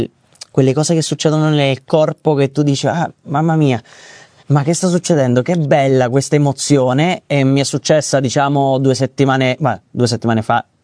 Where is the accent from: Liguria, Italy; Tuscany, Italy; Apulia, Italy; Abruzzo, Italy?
Abruzzo, Italy; Città Sant'Angelo; moved away; also born or lived in Latin America; io vengo da Città Sant'Angelo, una cittadina piccolina, e poi sono andato in America Latina, adesso sono qui con te.